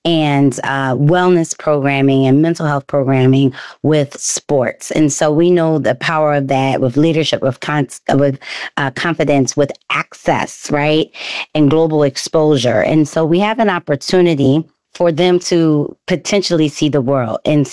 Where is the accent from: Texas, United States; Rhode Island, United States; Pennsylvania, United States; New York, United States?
Pennsylvania, United States; Philadelphia; And what better place to have them on the stage than my hometown in Philly, where Ghana will be playing a match.